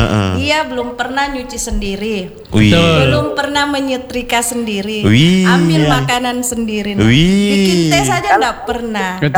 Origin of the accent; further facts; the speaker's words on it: Makassar, South Sulawesi, Indonesia; Kita itu orang Makassar pantangi Buranenta menyirung kali-kali ri urina.